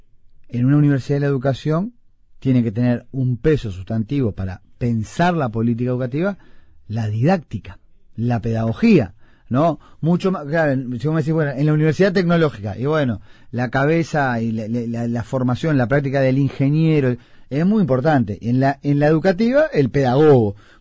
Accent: Montevideo, Uruguay; born there; nosotros los que nacimos acá en Montevideo

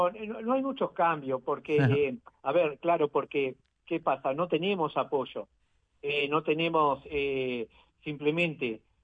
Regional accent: Uruguay; te vamos a dar una camiseta que diga que sos uruguayo

